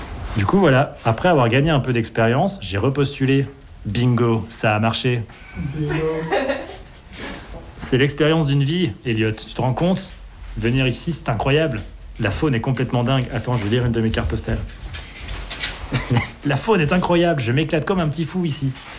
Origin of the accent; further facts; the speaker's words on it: Bourgogne-Franche-Comté, France; Je viens de Franche-Comté, vive le Comté et la Cancoyotte.